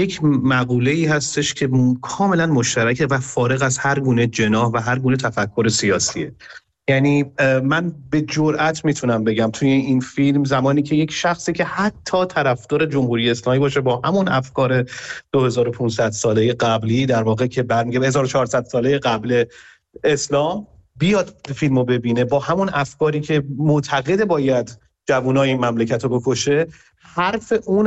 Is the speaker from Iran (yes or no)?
yes; Iran; همه ما ایرانی هستیم